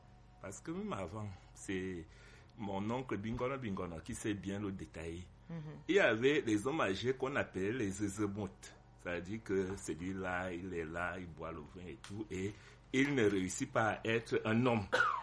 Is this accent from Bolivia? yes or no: no; Yaoundé, Centre, Cameroon; je suis de Yaoundé, donc où vous voyez le camp Ayaya, c'est là où il y avait nos champs, les champs de Pana.